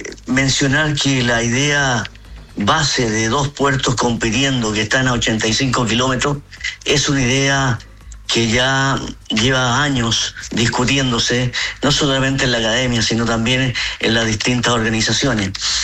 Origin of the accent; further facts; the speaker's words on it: Valparaíso, Chile; Como buenos porteños, sí. Estamos acostumbrados a algo, en algo a esto.